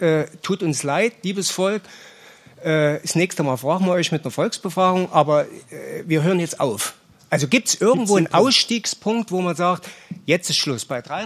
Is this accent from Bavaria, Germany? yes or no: yes; Großostheim, Bavaria, Germany; Ich komme aus Großostheim in der Nähe von Aschaffenburg.